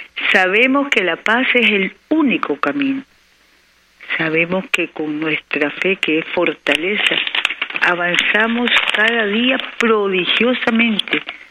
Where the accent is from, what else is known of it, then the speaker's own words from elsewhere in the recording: Nicaragua; nuestro patrimonio heroico como familias nicaragüenses